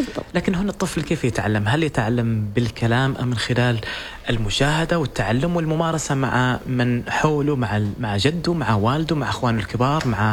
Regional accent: Oman; إحنا كأسر عمانية عربية متماسكين

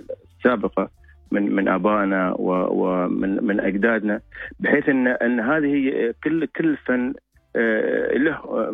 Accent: Oman

